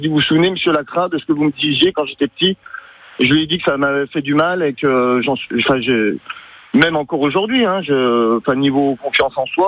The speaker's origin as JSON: {"language": "French", "town": "Martignat", "region": "Auvergne-Rhône-Alpes", "country": "France", "tie": "born or raised there", "moved": "yes", "lives_now": "Champagnac-de-Belair, France", "said": "c'était dans un petit village de l'Ain, moi je viens de l'Ain, du Haut-Bugey, à Martignat exactement. Et un petit village où tout le monde se connaît"}